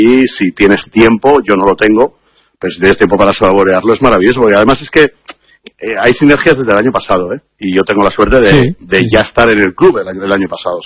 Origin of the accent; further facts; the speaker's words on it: Spain; como español que era, que soy